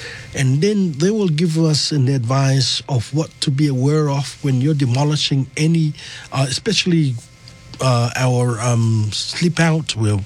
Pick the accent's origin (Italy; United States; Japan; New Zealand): New Zealand; It's in our DNA as a Kiwi.